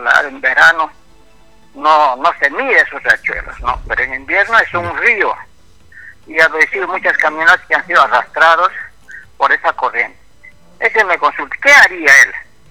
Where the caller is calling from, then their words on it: Junín, Peru; nosotros somos del Valle del Lene, el centro poblado Porvenir, Puerto Porvenir.